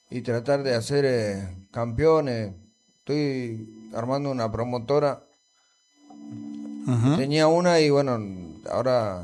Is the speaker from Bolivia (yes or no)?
no; Margarita, Santa Fe, Argentina; De Margarita, Santa Fe.